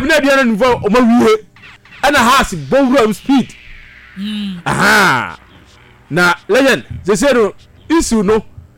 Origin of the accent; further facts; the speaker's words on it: Kenya; Ah! Well, I'm from Kenya.